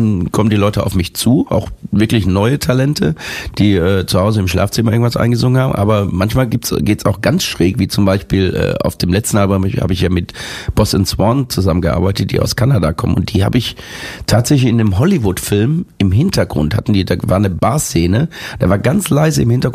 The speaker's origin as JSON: {"language": "German", "country": "Germany", "said": "Wenn ich als Deutscher englische Texte schreibe, dann empfinde ich das immer, dann hört man, dass das irgendwie so, ja, ein Deutscher geschrieben hat."}